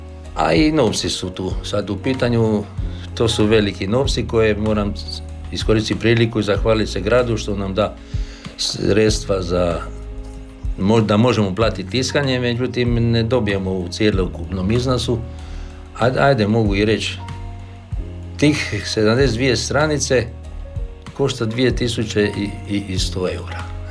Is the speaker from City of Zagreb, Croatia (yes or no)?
no; Punat, Primorje-Gorski Kotar County, Croatia